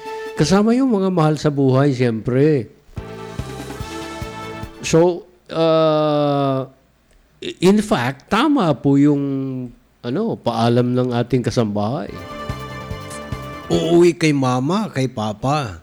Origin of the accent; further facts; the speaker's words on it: Panabo, Davao Region, Philippines; moved away; Doon sa amin sa Davao, sa Southern Davao, Panabos City